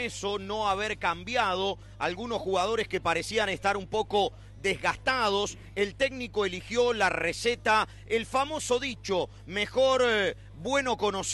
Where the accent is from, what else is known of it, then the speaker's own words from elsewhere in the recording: Argentina; Y muy agradecidos somos los argentinos